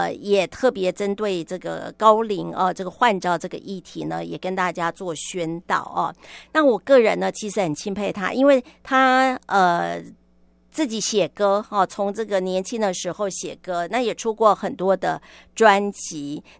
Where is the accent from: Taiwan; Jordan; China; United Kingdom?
Taiwan; Taichung; 所以身为台中人呢就非常的有感，